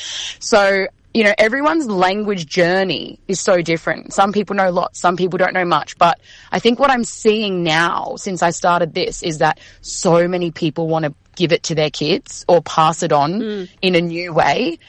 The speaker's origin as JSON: {"language": "English", "town": "Gold Coast", "region": "Queensland", "country": "Australia", "said": "I'm from the Gold Coast, and yes, there's an Italian community here, and I love finding other Italians in my local community."}